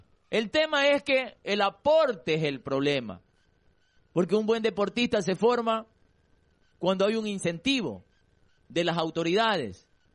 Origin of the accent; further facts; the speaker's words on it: Ecuador